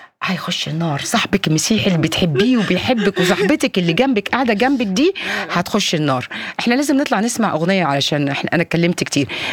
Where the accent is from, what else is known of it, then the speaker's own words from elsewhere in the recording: Egypt; ده ما بيحصلش عندنا في مصر، يعني فاهم ازاي، وطول عمرنا احنا مصريين مسيحيين عايشين مع مسلمين